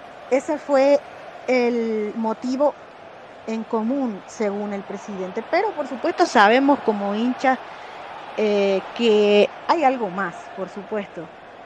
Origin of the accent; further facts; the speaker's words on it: Paraguay; este sufrido país llamado Paraguay